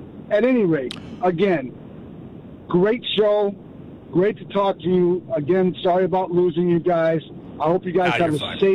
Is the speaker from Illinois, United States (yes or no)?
yes; Chicago, Illinois, United States; Now, I'm from Chicago, grew up 2 blocks from Wrigley Field. I travel the country playing poker.